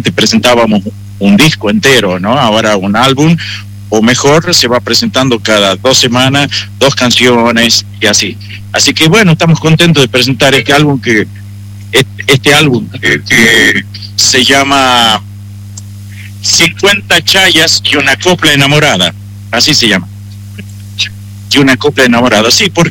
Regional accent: La Rioja, Argentina; que nos habla de nuestro pueblo, que nos habla de qué sentimos nosotros las personas como riojanos y como país también.

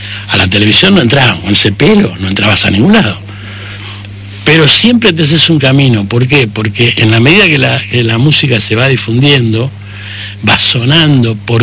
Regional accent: Buenos Aires, Argentina; Yo soy nací en Villa Crespo, me crié toda la vida en Villa Crespo, pero mi club social era Gimnasia Grima

